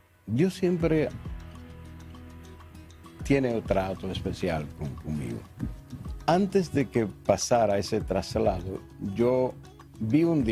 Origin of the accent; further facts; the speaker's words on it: Gaspar Hernández, Espaillat, Dominican Republic; now in Santo Domingo, Dominican Republic; En el 82, vine de Gaspar Hernández, otra vez a la capital.